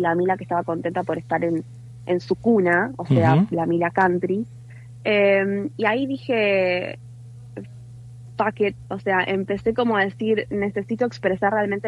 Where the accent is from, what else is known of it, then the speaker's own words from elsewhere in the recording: Argentina; se ha encontrado con esta crítica de che, sos argentina